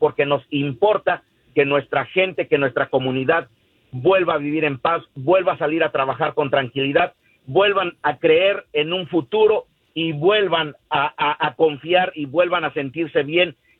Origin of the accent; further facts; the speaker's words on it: Mexico; tenemos que cerrar filas como inmigrantes, como hispanos, como mexicanos, como latinos